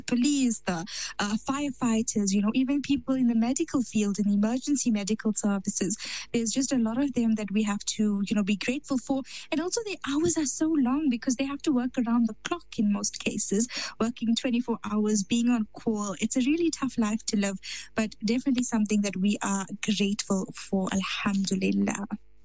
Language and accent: English; South Africa; a great time to be as a South African.